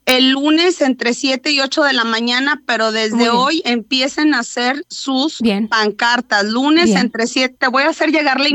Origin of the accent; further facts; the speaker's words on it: Mante, Tamaulipas, Mexico; yo no soy de Madero, yo soy de Mante